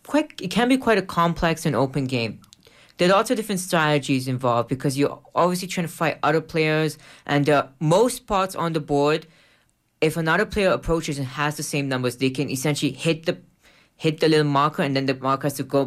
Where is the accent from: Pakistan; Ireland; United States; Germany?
Pakistan; But the way I grew up with it in Pakistan